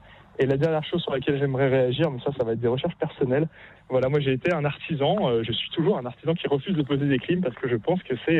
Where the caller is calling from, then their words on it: Lyon, Auvergne-Rhône-Alpes, France; je suis sur Lyon